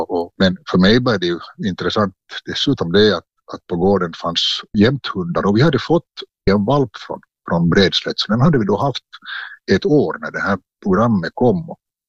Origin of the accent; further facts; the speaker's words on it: Uusimaa, Finland; Jo, jag flyttade från Västnyland till, eller vi flyttade från Västnyland till Östnyland när jag det där just fylla 7. Och så började jag i folkskola i Tolki svenska folkskola.